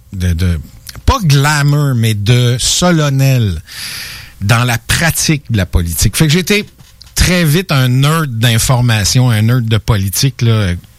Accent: Quebec City, Quebec, Canada; J'ai grossi à Québec. Je suis né... C'était dans Saint-Sacrement, je pense. Oui, c'est ça. Puis ben j'ai bourlingué dans les petites paroisses de Québec jusqu'à ce que j'aboutisse à Cap-Rouge.

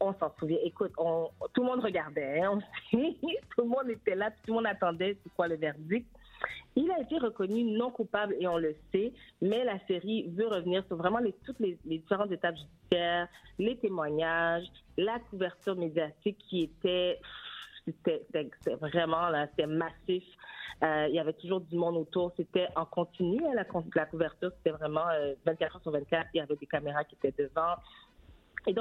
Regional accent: Canada; On est Canadien

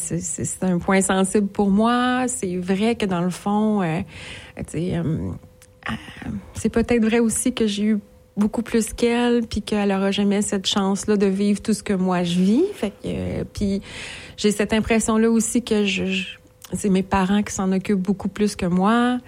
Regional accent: Laval, Quebec, Canada; Moi, Laval. Donc, je viens de la Rive-Nord, Laval, des parents, là, mon père était directeur d'école.

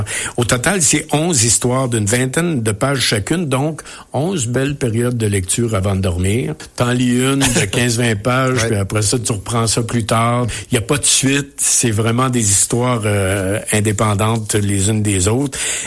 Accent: Quebec, Canada; on est originaire de la Beauce, bon. Les deux.

